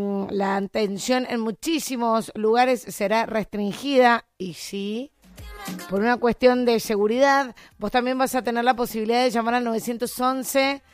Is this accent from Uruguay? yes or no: no; Argentina; somos todos argentinos